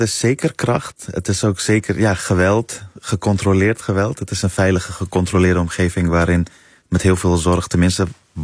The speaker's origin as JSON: {"language": "Dutch", "country": "Netherlands", "tie": "born or raised there", "said": "want dat zijn wel de romans waarmee ik ben opgegroeid in Nederland."}